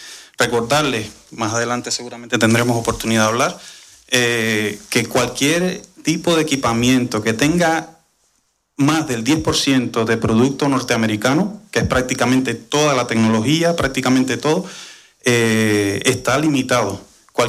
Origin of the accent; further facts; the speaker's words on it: Cuba; now in Canary Islands, Spain; soy revolucionario y soy cubano. Residente actualmente en Canarias por migrante económico que no político.